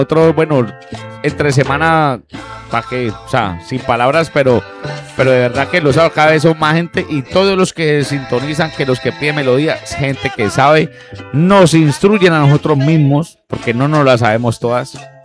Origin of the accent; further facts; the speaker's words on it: Pradera, Valle del Cauca, Colombia; now in Cali, Colombia; que no se me olvida de dónde soy, de dónde vengo. Y que soy de Cali por mi mujer. Pero yo soy del 100% pradereño, papi.